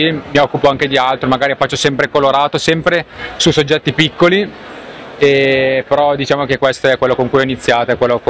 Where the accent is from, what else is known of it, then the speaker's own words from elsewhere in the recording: Lombardy, Italy; vengo dalla Lombardia in provincia di Lodi.